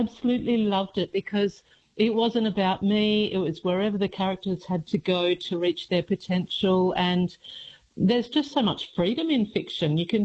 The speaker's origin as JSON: {"language": "English", "town": "Tamworth", "region": "New South Wales", "country": "Australia", "tie": "born or raised there", "said": "I grew up in Tamworth, and drought really shaped my teenage years."}